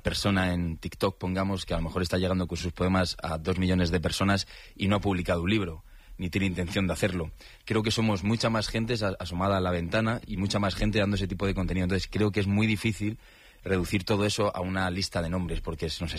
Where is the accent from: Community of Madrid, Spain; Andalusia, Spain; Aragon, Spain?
Community of Madrid, Spain; Leganés; ella es de Carabanchel, yo soy de Leganés, San Nicasio, barrio.